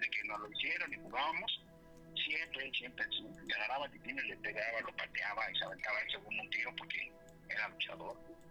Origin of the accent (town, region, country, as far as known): Tepito, Mexico City, Mexico